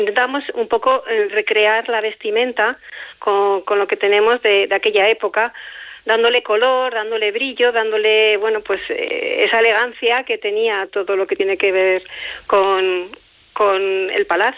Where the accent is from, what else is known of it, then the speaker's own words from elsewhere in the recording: Logroño, La Rioja, Spain; somos logroñesas, somos riojanas